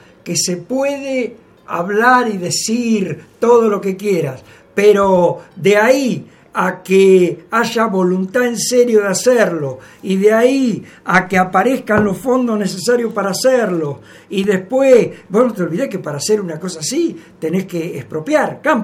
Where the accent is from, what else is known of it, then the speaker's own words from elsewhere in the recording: Argentina; Vio que somos argentinos